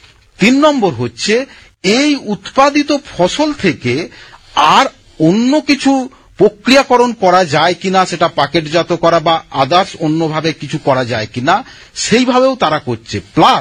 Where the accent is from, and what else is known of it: West Bengal, India